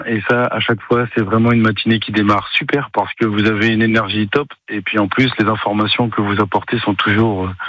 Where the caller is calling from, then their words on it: Vertou, Pays de la Loire, France; moi j'habite à Vertoux, 4420 au sud de Nantes.